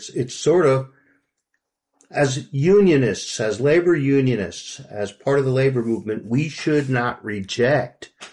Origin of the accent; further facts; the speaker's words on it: New York, United States; like I grew up in New York, and I there were rent strikes when I was a kid there.